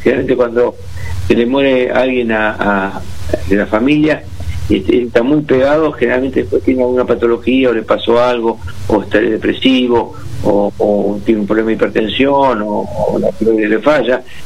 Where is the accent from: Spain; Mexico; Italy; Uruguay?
Italy; moved away; En el pueblo donde yo crecí en Italia